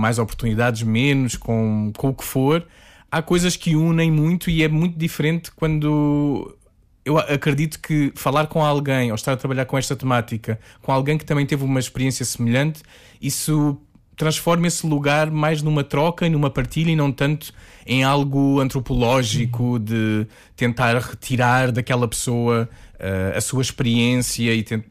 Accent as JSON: {"language": "Portuguese", "region": "Algarve", "country": "Portugal", "tie": "born or raised there", "moved": "as an adult", "lives_now": "Lisbon, Portugal", "said": "Eu nasci no Algarve, eu sou algarvio, apesar de ter vindo aos 18 anos para Lisboa."}